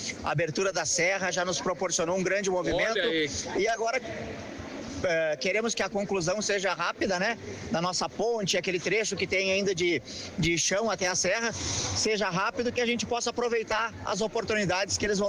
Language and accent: Portuguese; Bom Jesus, Rio Grande do Sul, Brazil; moved away as an adult; now in São José dos Ausentes, Brazil; Eu sou aqui da cidade vizinha, sou natural de Bom Jesus, nascido e criado aqui em Bom Jesus, e agora por 10 anos eu moro em São José dos Ausentes.